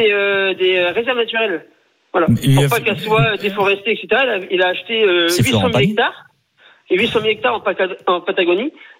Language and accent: French; Hauts-de-France, France; Enfin, avec elle, pardon, hein, je suis du Nord, mais rien de plus.